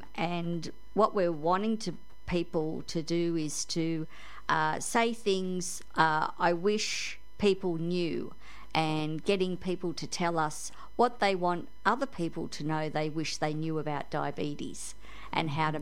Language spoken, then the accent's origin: English; Sydney, New South Wales, Australia; also born or lived in Cairns; now in Thursday Island, Australia; I grew up in Sydney and have lived in Cairns for 20 years.